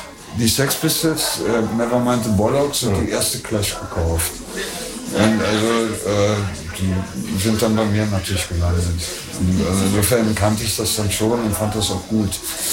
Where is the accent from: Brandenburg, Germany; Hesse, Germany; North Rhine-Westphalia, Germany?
North Rhine-Westphalia, Germany; Aachen; born there; now in Berlin, Germany; Und auf einmal war ich in Aachen. War aber auch schön in Aachen.